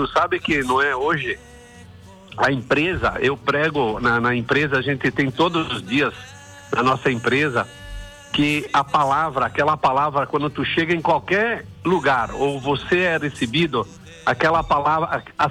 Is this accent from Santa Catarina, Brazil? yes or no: yes; Concórdia, Santa Catarina, Brazil; da onde que tu é? Concórdia.